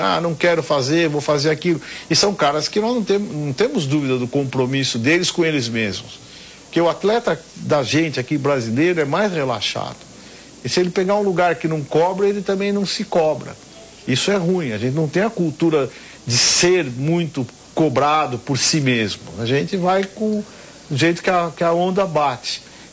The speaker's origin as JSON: {"language": "Portuguese", "country": "Brazil"}